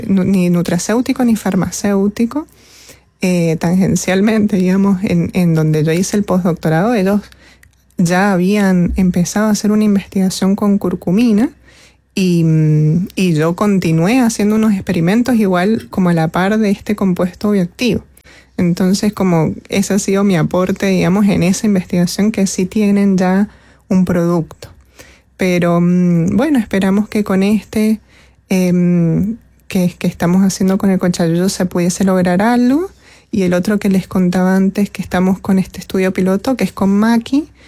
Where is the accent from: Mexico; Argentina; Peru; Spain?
Argentina; Mendoza; Mira, yo justamente soy de Mendoza, entonces Mendoza no, nada de esto, así que fue nuevo.